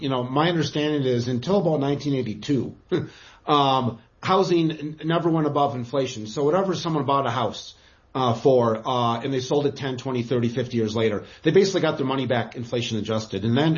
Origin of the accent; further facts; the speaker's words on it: St. Paul, Minnesota, United States; In my hometown next door of St. Paul